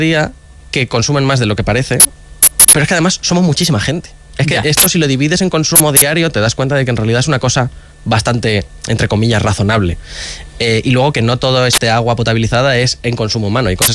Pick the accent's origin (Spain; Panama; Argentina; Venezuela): Spain; Madrid, Community of Madrid; el canal de Isabel II, que como madrileño defiendo aquí a muerte